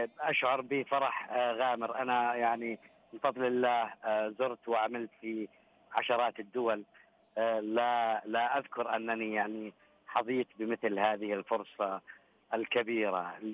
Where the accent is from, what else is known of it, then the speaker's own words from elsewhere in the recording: Jordan; من الأردن،